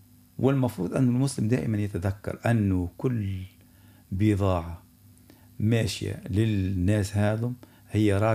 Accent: Tunisia; عندنا في تونس

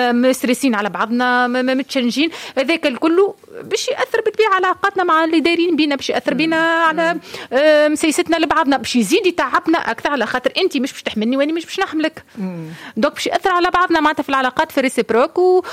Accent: Tunisia; احنا تونسي

